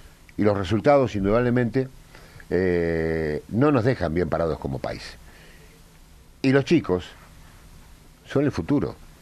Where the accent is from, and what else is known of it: Argentina